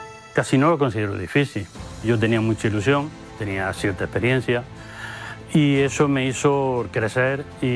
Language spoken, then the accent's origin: Spanish; Andújar, Andalusia, Spain; estoy muy orgulloso y agradecido al pueblo de Andújar, que es mi pueblo.